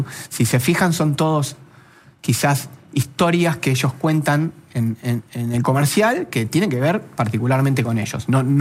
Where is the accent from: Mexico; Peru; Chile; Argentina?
Argentina